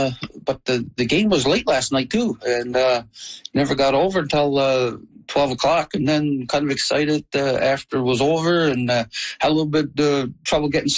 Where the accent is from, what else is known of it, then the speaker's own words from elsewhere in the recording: Williams Harbour, Newfoundland and Labrador, Canada; I was actually living down on the coast in Williams Harbor, my hometown I was from.